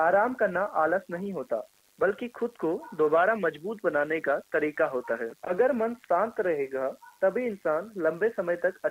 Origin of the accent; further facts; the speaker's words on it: Pithoragarh, Uttarakhand, India; now in Almora, India; मैं वैसे मूल रूप से पिथौरागढ़ का निवासी हूँ, पर अभी अल्मोड़ा में रहता हूँ।